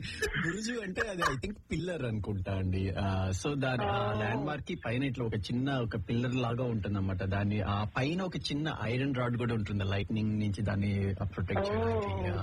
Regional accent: Kurnool, Andhra Pradesh, India; మా ఊరు కర్నూలు.

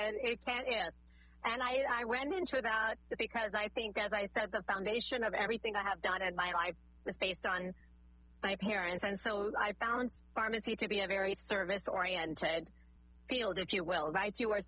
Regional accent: Houston, Texas, United States; also born or lived in Connecticut; I was raised in Houston

